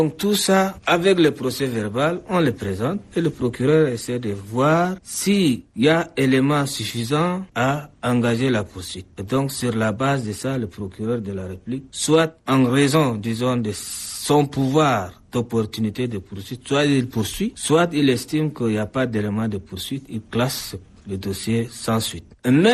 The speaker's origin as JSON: {"language": "French", "country": "Chad", "said": "lorsque nous sommes dans un pays comme chez nous au Tchad"}